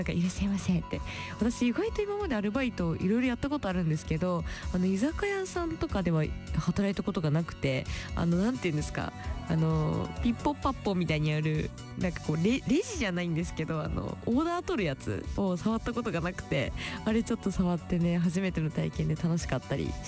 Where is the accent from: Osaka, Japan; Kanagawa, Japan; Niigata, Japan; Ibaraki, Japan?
Ibaraki, Japan; Mito; 私も地元でね、ずっと水戸に住んでるので、本当にふるさとといったら水戸だし、水戸のこの景色が大好きだし